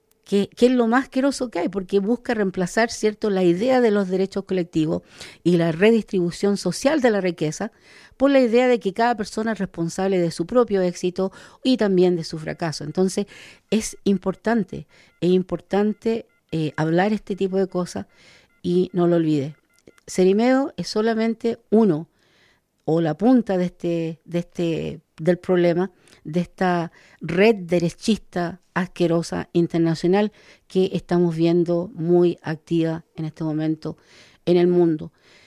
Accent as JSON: {"language": "Spanish", "country": "Chile", "said": "el gobierno de extrema derecha de casa está utilizando para desalojar a mi pueblo, al pueblo mapuche, de sus tierras recuperadas"}